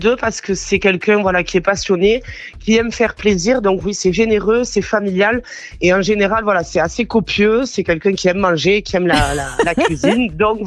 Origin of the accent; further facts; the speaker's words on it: France; Alors écoutez, moi j'ai passé la majorité de mon adolescence sur Esperanza. Et donc j'ai grandi juste à côté chez ma grand-mère.